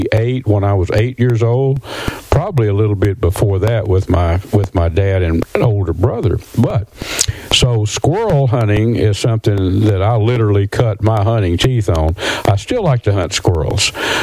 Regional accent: Red River County, Texas, United States; When I grew up in East Texas, I grew up in Northeast Texas, up in Red River County, which is very rural still, and it's up on the Red River up that way, northeastern part of the state.

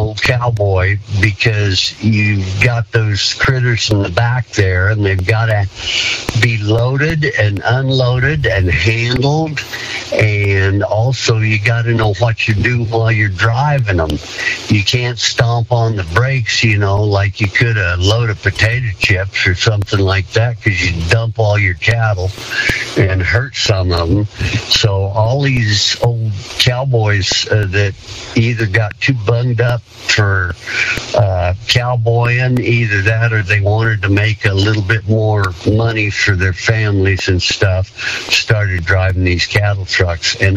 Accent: Greeley, Colorado, United States; Well, I'm from Greeley, Colorado, and Greeley's out on the eastern dry lands halfway between Denver and Cheyenne. And Greeley, when I was growing up, was about 18,000 people.

